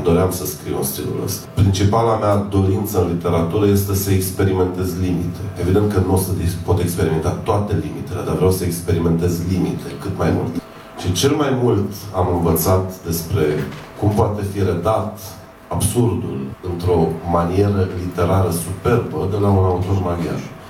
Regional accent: Maramureș County, Romania; mergea 2 săptămâni pe Valea Faserului, de unde sunt eu, din Vișel de...

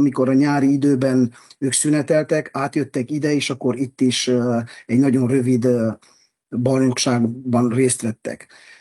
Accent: Hungary; now in Canada; Most beszélhetnék, mint magyar.

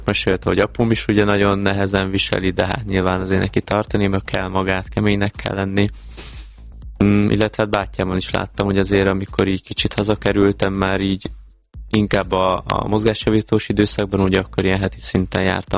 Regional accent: Nagyvátyon, Baranya, Hungary; ugye a apukám maradt otthon a bátyámmal, ugye Pécs mellett, Nagyvátyon, ugye a szülőfalumba

